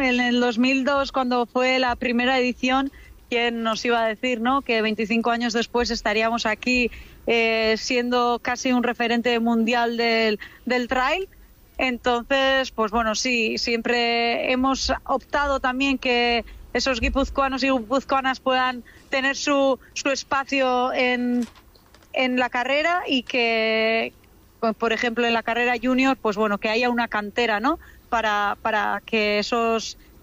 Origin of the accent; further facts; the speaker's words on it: Basque Country, Spain; para nosotros como vascos